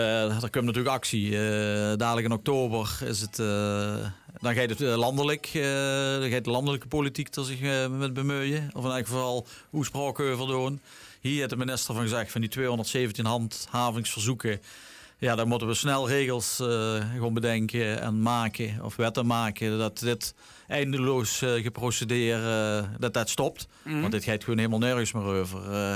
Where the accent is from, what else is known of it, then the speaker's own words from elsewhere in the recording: Maastricht, Limburg, Netherlands; Nou, de eerste 7 jaar van mijn leven heb ik in Maastricht gewoond.